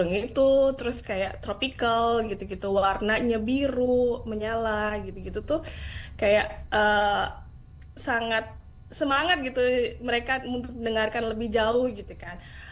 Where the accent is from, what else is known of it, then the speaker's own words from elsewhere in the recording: Indonesia; now in Sweden; Terus mereka nanya, kamu dari mana? Indonesia, gitu.